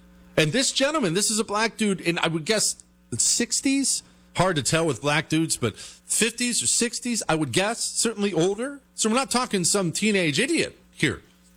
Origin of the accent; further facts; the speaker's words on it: Montana, United States; now in Texas, United States; I grew up in Montana where they have militias up there. I currently live in Texas. I've been all over the South.